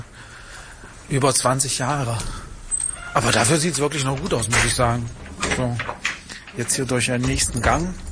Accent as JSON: {"language": "German", "town": "Halle", "region": "Saxony-Anhalt", "country": "Germany", "said": "die ist sogar noch größer als die bei uns in Halle im Stadtbad"}